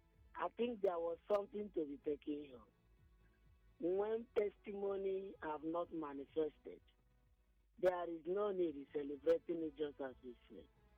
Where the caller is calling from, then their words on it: Italy; I'm calling from Italy.